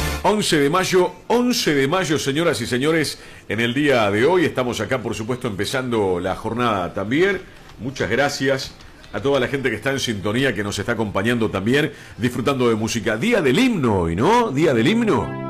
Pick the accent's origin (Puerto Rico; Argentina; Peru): Argentina